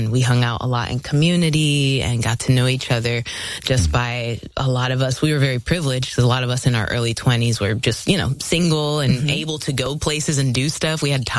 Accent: Orlando, Florida, United States; also born or lived in Philippines; No, I was born in the Philippines, like I said, but raised here in Orlando, not too far from here.

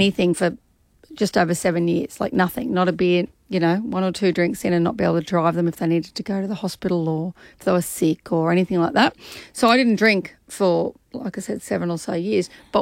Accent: Queensland, Australia; Well, I'm from North Queensland.

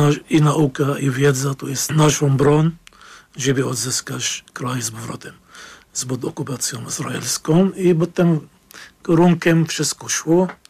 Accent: Lebanon; Polish is a second language; now in Poland; Ja urodziłem się w obozie dla uchodźców palestyńskich w Libanii.

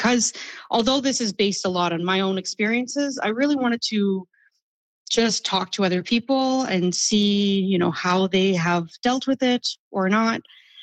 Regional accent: Halifax, Nova Scotia, Canada; also born or lived in Montreal; And then I ended up moving back to Halifax, where I'm from Montreal. And I wrote a play about kind of my experience living in Montreal

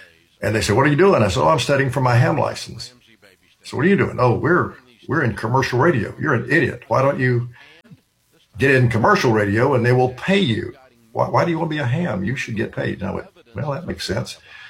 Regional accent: High Point, North Carolina, United States; So there were three radio stations in my hometown, High Point, North Carolina.

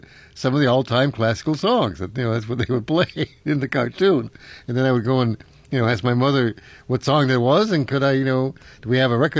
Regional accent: Minnesota, United States; I'm from Minnesota. Who's going to break into my power plant? I'm in Minnesota.

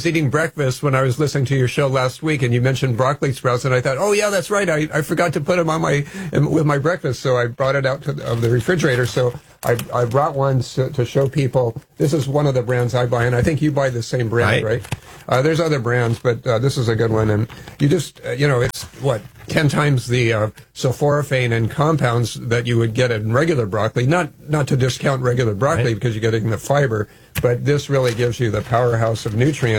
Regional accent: Hawaii, United States; I grew up in Hawaii

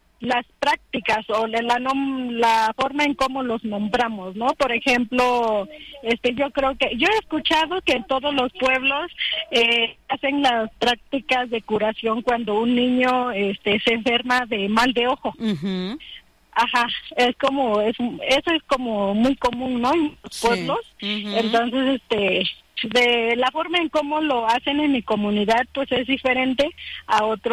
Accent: Mixteca, Mexico; Somos de la Mixteca y vivimos en este espacio

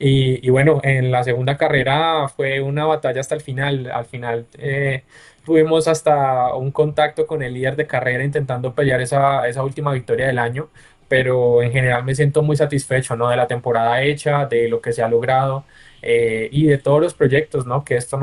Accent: Colombia; llevar la bandera de Colombia en las pistas del mundo.

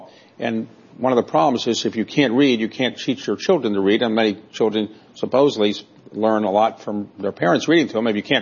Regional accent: Baltimore, Maryland, United States; So Nancy Pelosi, I had my own connection was that I'm from Baltimore.

